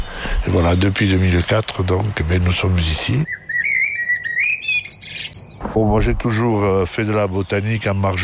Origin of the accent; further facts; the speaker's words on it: La Cresse, Occitanie, France; also born or lived in Millau; now in Peyreleau, France; Moi, je suis originaire de la Crèce, voilà. Je suis né en 44 et j'ai passé mon enfance à la Crèce, donc l'école communale, l'école de garçons.